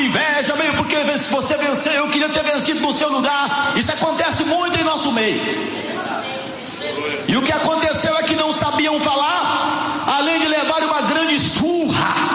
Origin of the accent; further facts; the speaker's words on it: Rio de Janeiro, Brazil; born there; no Rio de Janeiro, é aquela coisa, eu nasci em 1961, eu nasci, tudo é carioca, tiro, nasci.